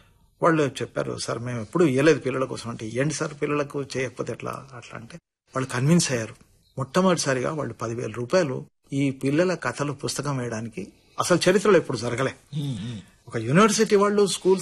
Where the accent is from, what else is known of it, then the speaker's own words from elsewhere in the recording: Nizamabad, Telangana, India; నేను నిజామాబాద్ వాడిని